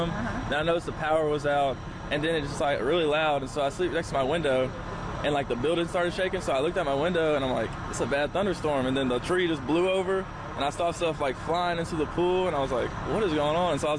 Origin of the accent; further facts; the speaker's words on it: Mississippi, United States; I'm from Mississippi, so it's like, I didn't think there was tornadoes around here.